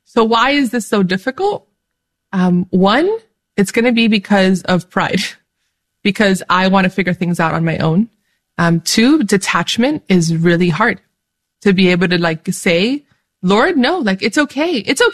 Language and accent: English; Dominican Republic; for those who do not know, I'm Dominican from the Dominican Republic. But I'm also Arabic. And my grandfather was raised in Bethlehem, you know, where Jesus was born.